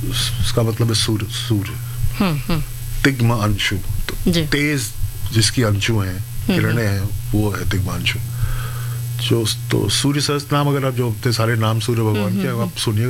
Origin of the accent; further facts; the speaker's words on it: Uttarakhand, India; वैसे तो मैं हूँ उत्तराखंड का, हम लोग पहाड़ के रहने वाले, तो तब तो उत्तराखंड तो 2000 में बना, उसके पहले तो यूपी का ही पार्ट था सब।